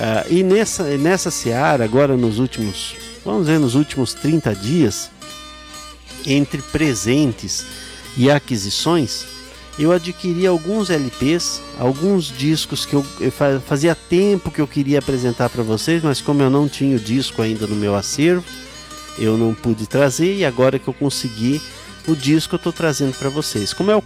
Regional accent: Chapecó, Santa Catarina, Brazil; born there; eu vou lá para a minha terra, lá para Chapecó

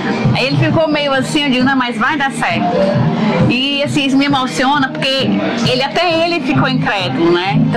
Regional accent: Ceará, Brazil; now in Rio Grande do Sul, Brazil; Assim, pelo sotaque, vocês vão perceber que eu não sou aqui, não sou gaúcha, eu sou cearense. E assim, eu fui muito bem recebida aqui pelo povo gaúcho

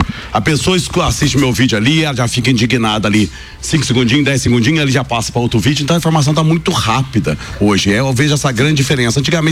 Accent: Varginha, Minas Gerais, Brazil; Eu tava sendo homenageado lá ontem em Varginha, lá, minha terra natal.

